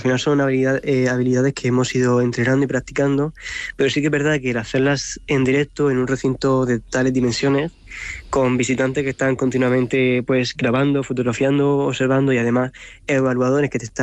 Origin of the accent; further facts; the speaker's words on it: Murcia, Region of Murcia, Spain; Yo soy de Murcia capital, y tras acabar el bachillerato, pues busqué en este instituto de Lorca